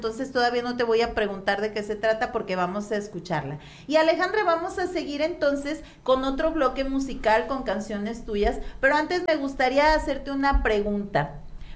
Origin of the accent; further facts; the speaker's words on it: Culiacán, Sinaloa, Mexico; Por ejemplo, yo no soy tapatía, ¿verdad? Yo soy culichi